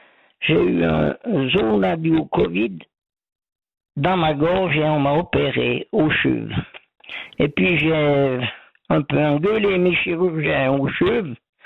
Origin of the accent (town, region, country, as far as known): Vaud, Switzerland; accent: Ormonds